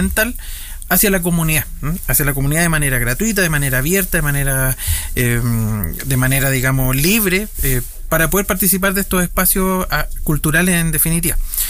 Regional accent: Cauquenes, Maule, Chile; como cauqueninos en este caso, pero como chilenos, como nacionalidad

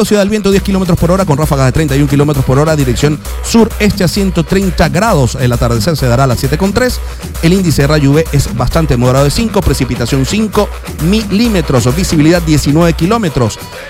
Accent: Puerto La Cruz, Anzoátegui, Venezuela; En mi tierra natal, allá en Puerto La Cruz, estado Anzoátegui

